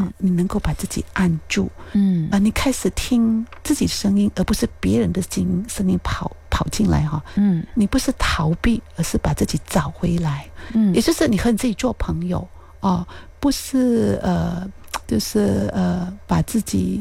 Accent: Bilut, Pahang, Malaysia; 我来自彭亨玻璃口新村，我们村里头有一个民众图书馆，65年的民众图书馆

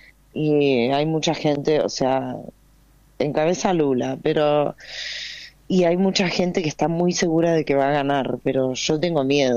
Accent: Argentina; now in Brazil; Yo a todos mis conocidos les dije, yo soy de Argentina, miren, Argentina es el mejor ejemplo de lo que no tiene que pasar.

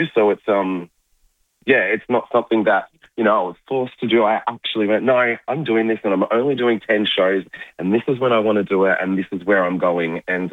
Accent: Melbourne, Victoria, Australia

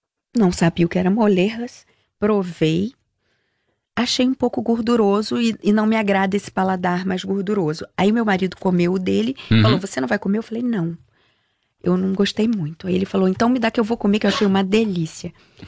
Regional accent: Rio de Janeiro, Brazil; E como uma boa carioca que sou e uma viajante assídua, eu entendo que viajar é muito bom, mas voltar para casa também é uma delícia

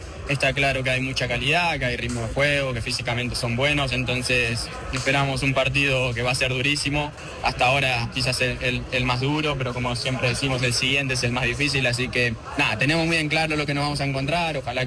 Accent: Argentina; nosotros como argentinos no aceptamos algo más que la victoria

